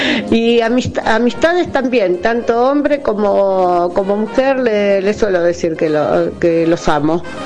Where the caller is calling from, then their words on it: Buenos Aires, Argentina; mis 3 últimos números de documento terminan 129 y soy de acá de Parque Chacabuco.